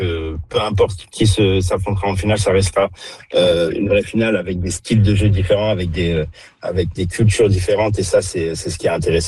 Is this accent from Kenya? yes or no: no; France; now in Vancouver, Canada; étant donné que je suis français